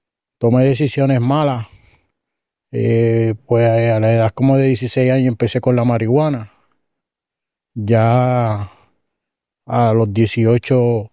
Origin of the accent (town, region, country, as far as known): Las Piedras, Puerto Rico; born or raised there